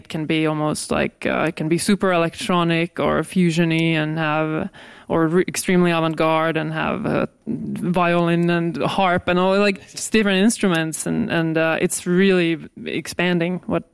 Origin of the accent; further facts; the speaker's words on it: Finland; It's half Finnish and half American. I'm from Finland